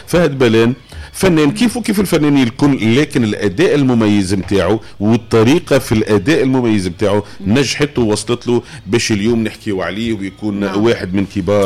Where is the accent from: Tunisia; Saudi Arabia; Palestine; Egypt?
Tunisia